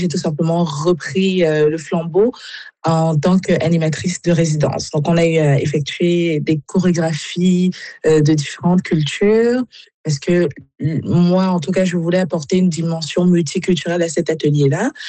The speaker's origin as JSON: {"language": "French", "country": "Cameroon", "said": "Donc, moi, je suis originaire du Cameroun, ce qui fait que parfois, on écoutait des sonorités camerounaises."}